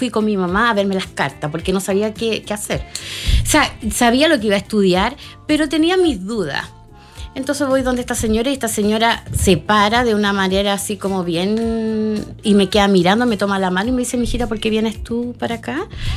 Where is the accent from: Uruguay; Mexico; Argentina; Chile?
Chile; Santiago, Santiago Metropolitan Region; Yo soy de Santiago.